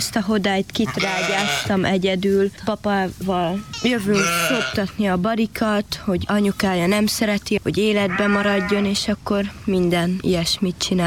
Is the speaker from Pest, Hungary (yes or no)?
no; Eger, Heves, Hungary; Én egri gyerek vagyok, nekem ez nem adódott egyértelműen, hogy nekem ez lesz az utam